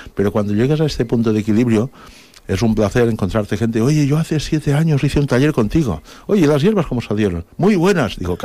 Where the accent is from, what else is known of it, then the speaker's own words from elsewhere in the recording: Ibiza, Balearic Islands, Spain; Bueno, de pequeño, aquí en Ibicenco, lo que hemos dicho siempre, un poco cool román.